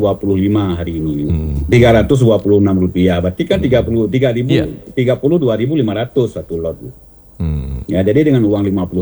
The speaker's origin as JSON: {"language": "Indonesian", "region": "Aceh", "country": "Indonesia", "said": "kita orang Aceh"}